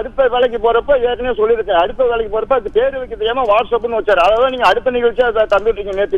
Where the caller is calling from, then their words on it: Kumbakonam, Tamil Nadu, India; Kumbakonam